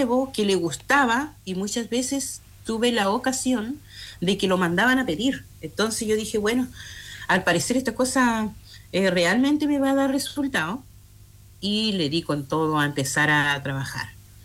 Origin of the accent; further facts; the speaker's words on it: Puerto Gaviota, Aysén, Chile; moved away as an adult; now in Puerto Cisne, Chile; yo me crecí en Puerto Gaviota. Vine cuando tenía 19 años, perdón, acá a Puerto Cisne.